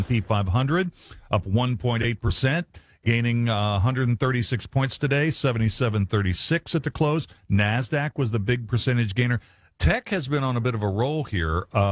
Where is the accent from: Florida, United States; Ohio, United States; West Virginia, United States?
West Virginia, United States; Ravenswood; I've felt this way about them since growing up in Ravenswood and dealing with my classmates who cheered for them.